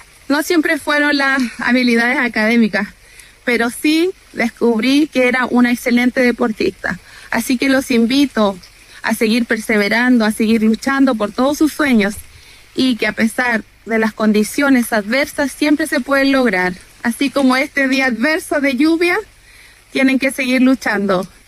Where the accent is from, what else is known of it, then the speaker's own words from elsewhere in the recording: Angol, Araucanía, Chile; born there; moved away as an adult; now in Colina, Chile; mi querido colegio Diego Doblé Urrutia de Angol. … exalumna promoción año 2000 de nuestro colegio.